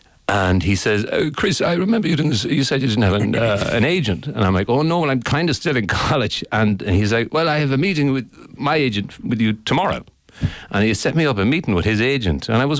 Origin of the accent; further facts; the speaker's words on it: Ireland; but I was a foreign student or whatever because I'm Irish.